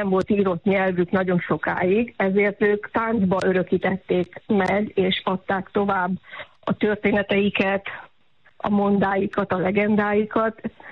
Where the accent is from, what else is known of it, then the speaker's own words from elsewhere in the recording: Cluj-Napoca, Cluj County, Romania; moved away as an adult; now in Hawaii, United States; Kolozsvár mellett egy kis faluban születtem lényegében, és Kolozsváron éltem hosszú ideig.